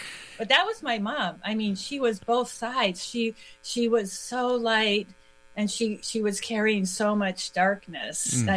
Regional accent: Canada; moved away; even though I am Canadian. My mom, all of my family lives in Canada

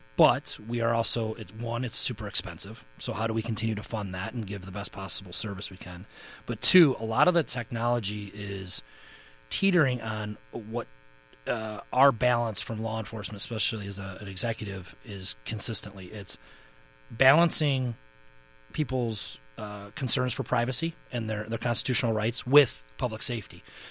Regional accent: Kenosha, Wisconsin, United States; I was born and raised here, and then I graduated high school and was weighing all different types of options.

